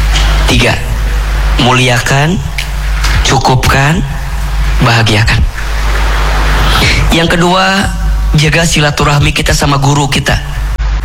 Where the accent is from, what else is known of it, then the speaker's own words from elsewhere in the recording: Garut, West Java, Indonesia; now in Bogor, Indonesia; kita orang kampung, kita orang desa, saya orang Garut. Untuk ke Jakarta dulu jauh sekali, gak pernah kebayang akan tinggal di Bogor sekarang.